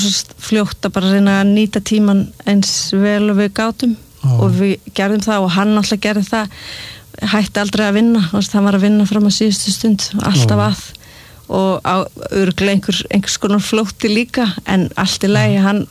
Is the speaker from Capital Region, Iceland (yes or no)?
yes; Seltjarnarnes, Capital Region, Iceland; Já, ég ólst upp á Seltjarnarnesi þar til ég var 12 ára og svo flutti í vesturbæinu.